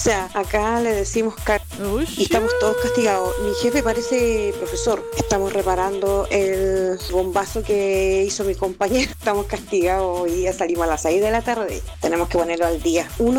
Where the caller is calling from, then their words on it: Copiapó, Atacama, Chile; de Copiapó.